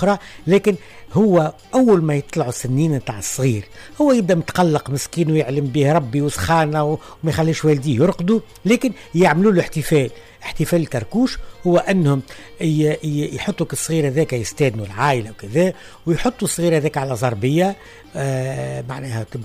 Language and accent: Arabic; Tunisia; كانت موجودة عندنا في تونس